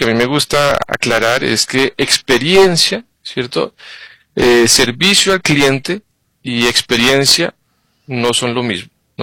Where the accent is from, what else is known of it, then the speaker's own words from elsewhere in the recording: Colombia; moved away as an adult; also born or lived in Costa Rica / Madrid; Entonces, soy colombiano originalmente, llegué a Costa Rica en el 2000 con Procter & Gamble, ¿cierto? Y he tenido la oportunidad de vivir en muchos lugares, ¿no? En Madrid, ¿cierto?